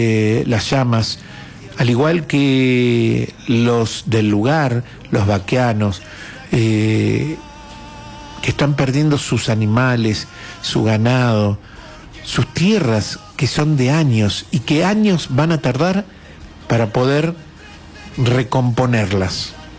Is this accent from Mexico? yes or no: no; Argentina; Nosotros, como argentinos, tenemos corazón, tenemos alma, tenemos garra y tenemos fuego dentro de nuestra alma.